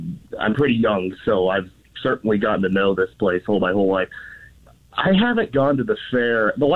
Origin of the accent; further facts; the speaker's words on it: United States; I'm a Hispanic, but I certainly don't look, you know, like your stereotypical. I'm not even Mexican originally. I'm American. I have generations of Americans.